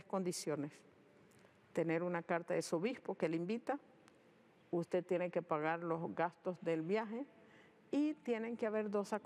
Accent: El Salvador; yo soy la señora del Salvador

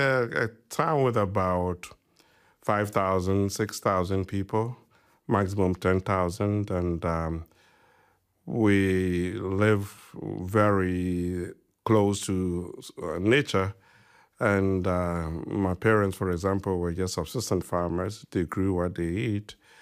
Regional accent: Ashanti, Ghana; my early childhood life was a typical Ghanaian Ashanti boy living in a village. I was born in Kumeu, as you rightly said, in the Ashanti region. And it's about 36 miles away from Kumasi, the capital city of the Ashanti region

